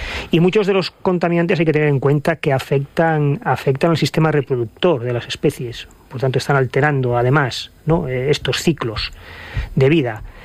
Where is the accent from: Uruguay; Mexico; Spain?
Spain; Gijón, Asturias; en Gijón, que es de donde soy, ¿no? En la zona de costa.